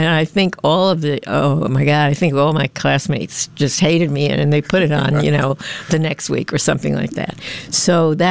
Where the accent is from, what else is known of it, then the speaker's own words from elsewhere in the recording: New York City, New York, United States; I grew up in New York City, but it was a small town in a way. If you in the area that I lived, everyone knew everybody.